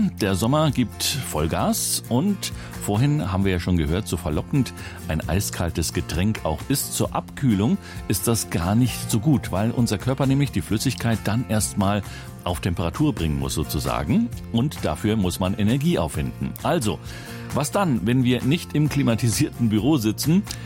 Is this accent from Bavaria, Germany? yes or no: yes; Cham, Bavaria, Germany; Stimmen aus meiner Heimatstadt Cham in der Oberpfalz, Grüße übrigens dorthin.